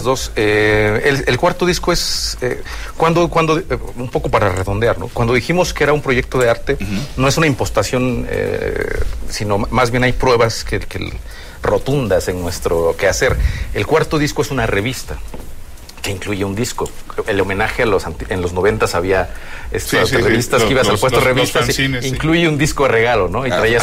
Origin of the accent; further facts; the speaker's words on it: Oaxaca, Mexico; Mira, lo primero en la base es que nosotros somos de Oaxaca y crecimos con una cultura muy arraigada al Día de Muertos.